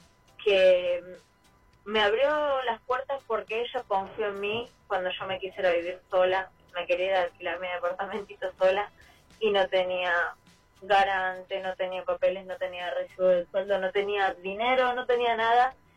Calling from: Merlo, Buenos Aires Province, Argentina

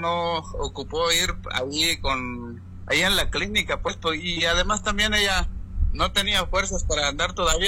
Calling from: Huehuetenango, Guatemala; Yo le estoy llamando aquí desde el municipio de Santa Cruz Varías, departamento de Huehuetenango, Guatemala.

